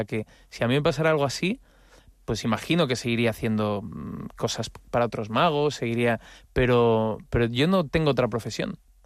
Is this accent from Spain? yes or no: yes; Madrid, Community of Madrid, Spain